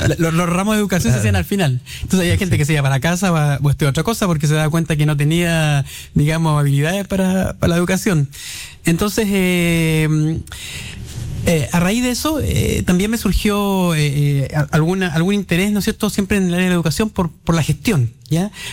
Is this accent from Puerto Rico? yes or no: no; Concepción, Biobío, Chile; sí, nos yo soy penquista de nacimiento, siempre he vivido en la región. He estado en algún periodo, por razones académicas, de estudio fuera, pero en general siempre en mi región. Soy un hincha de mi región, ¿ya?